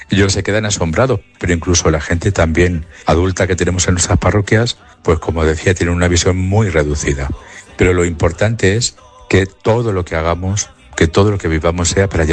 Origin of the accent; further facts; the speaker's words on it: Cózar, Castilla-La Mancha, Spain; Soy natural de Cózar.